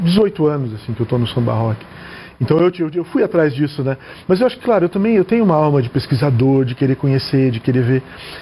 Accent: Porto Alegre, Rio Grande do Sul, Brazil; moved away as an adult; now in São Paulo, Brazil; Eu sou de Porto Alegre, tá? Nasci na capital gaúcha. Eu não... Estudei lá, cresci, me formei, tudo lá.

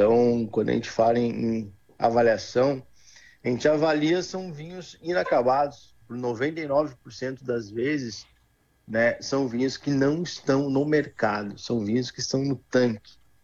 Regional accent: Rio Grande do Sul, Brazil; nós mesmos aqui, como gaúchos

